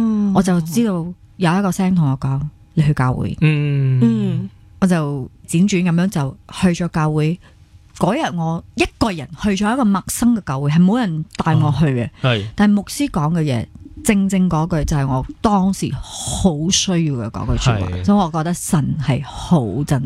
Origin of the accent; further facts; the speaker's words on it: Penang, Malaysia; 因为我自己就是来自那个地方的嘛，那这首歌好玩的地方呢，就是我们将槟城的这个